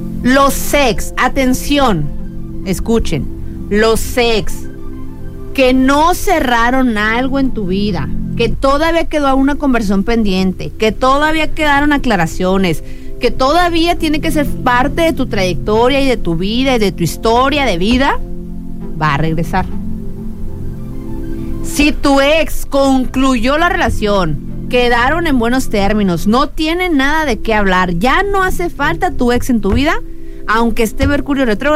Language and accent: Spanish; Mexico; Nos unió a todos como mexicanos.